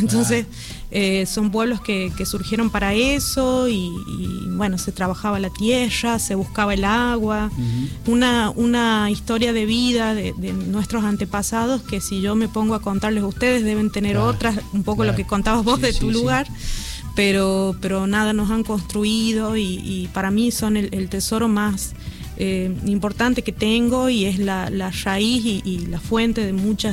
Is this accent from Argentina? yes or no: yes; Colpes, Catamarca, Argentina; now in Buenos Aires, Argentina; en mi pueblito allá en Colpes de Pomán